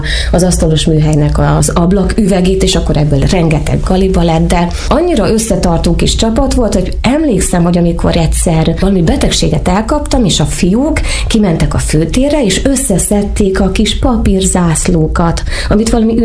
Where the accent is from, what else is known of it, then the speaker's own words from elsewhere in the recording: Hajdúböszörmény, Hajdú-Bihar, Hungary; moved away as an adult; Hajdúböszörményben nőttem fel, annak is a belvárosában az első 8 évem az ott zajlott.